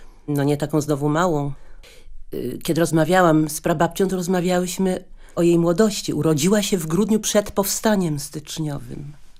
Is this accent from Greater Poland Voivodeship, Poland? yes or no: no; Gdynia, Pomeranian Voivodeship, Poland; born there; a ja sama się urodziłam w Gdyni.